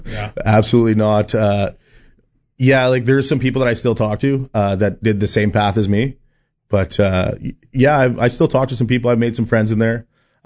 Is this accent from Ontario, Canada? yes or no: no; Saskatoon, Saskatchewan, Canada; I'm from Saskatoon, so there's gangs from Saskatoon, Regina, two different gangs. Being from Saskatoon, you want to stick to the people from Saskatoon.